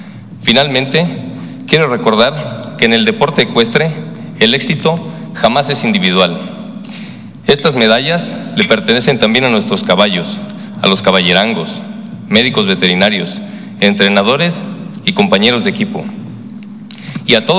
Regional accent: Mexico

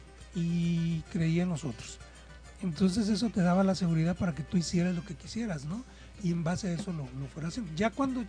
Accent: Acapulco, Guerrero, Mexico; born or raised there

